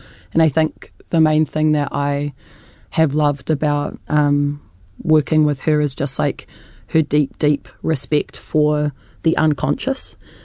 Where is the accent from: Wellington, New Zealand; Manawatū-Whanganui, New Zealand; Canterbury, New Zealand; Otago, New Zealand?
Wellington, New Zealand; now in Auckland, New Zealand; I was born and raised in Pōneke in Wellington, but have been living in Auckland on and off for the past 10 years.